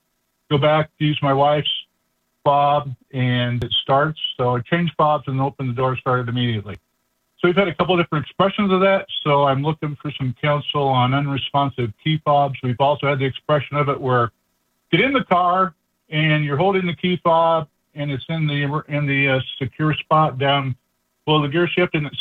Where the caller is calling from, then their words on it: Sioux Falls, South Dakota, United States; I'm calling from about 20 miles down the road in southeast Sioux Falls.